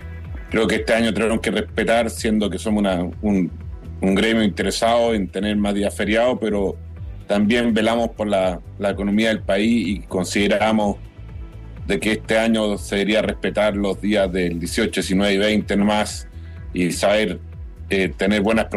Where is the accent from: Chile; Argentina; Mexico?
Chile; sabe cómo somos los chilenos